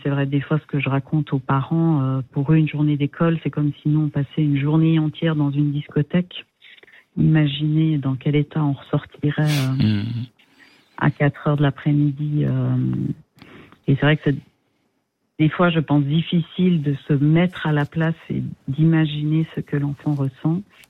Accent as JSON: {"language": "French", "country": "Thailand", "tie": "born or raised there", "moved": "yes", "said": "j'ai passé mon enfance en Thaïlande."}